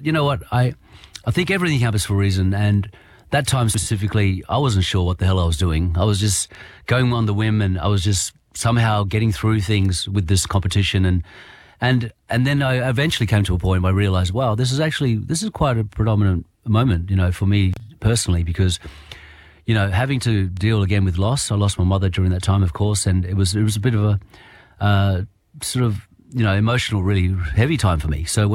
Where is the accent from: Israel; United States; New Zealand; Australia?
Australia; Western Australia; I'm man from the Kimberleys, and I tell them